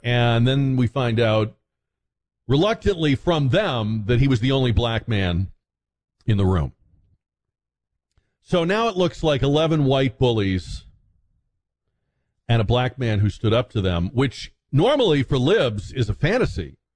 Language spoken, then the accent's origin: English; Boston, Massachusetts, United States; moved away; When I was growing up in Boston